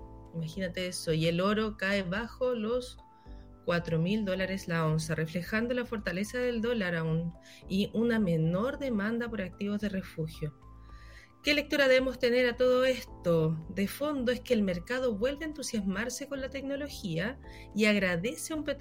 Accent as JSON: {"language": "Spanish", "country": "Chile", "said": "cuál es la confianza también que va a generar en todos nosotros como chilenos."}